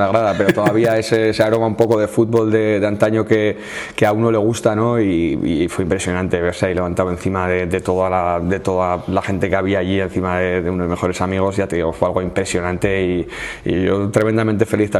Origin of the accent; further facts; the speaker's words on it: San Sebastián, Basque Country, Spain; also born or lived in Asturias; now in Cantabria, Spain; yo soy un chaval de San Sebastián, ¿no? De Donosti, muy chaval, muy normal